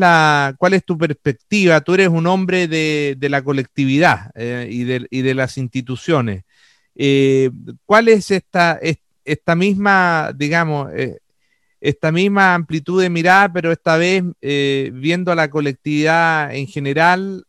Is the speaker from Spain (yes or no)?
no; Chile